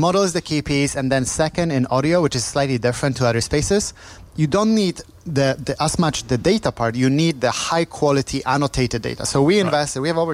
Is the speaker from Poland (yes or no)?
yes; Poland; we started the company, I'm from Poland originally.